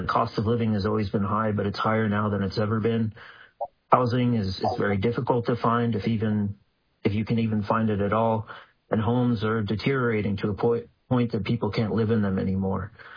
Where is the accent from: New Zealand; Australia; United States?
United States; Bethel, Alaska; I was born and raised in Bethel and on the Kuskokwim River.